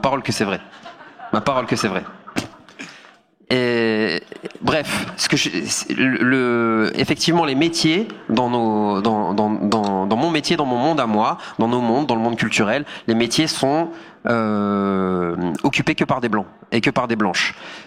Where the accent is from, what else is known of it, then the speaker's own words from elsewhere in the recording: Hauts-de-France, France; Moi, je viens du Nord, de la France.